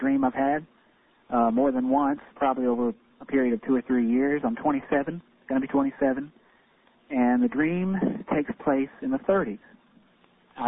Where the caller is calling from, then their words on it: Charlotte, North Carolina, United States; Yeah, Charlotte area.